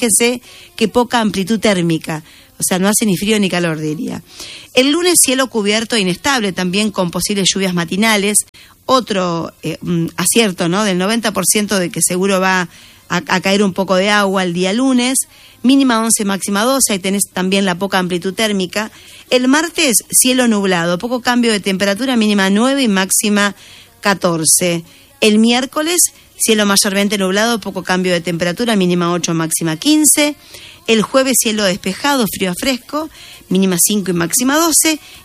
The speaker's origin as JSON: {"language": "Spanish", "country": "Argentina", "said": "viste cómo somos los argentinos."}